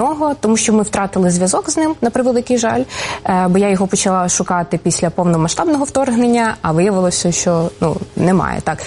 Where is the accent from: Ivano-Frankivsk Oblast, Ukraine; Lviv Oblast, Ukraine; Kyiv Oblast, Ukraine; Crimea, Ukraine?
Lviv Oblast, Ukraine; Lviv; born there; я начебто народилася у Львові, але у мене набір з різних міст в мені є. І я російську знаю. Я знаю російську, тому що ось батько і його мама, власне, вони були російськомовними. Тому я росла, власне, у межах двох мов.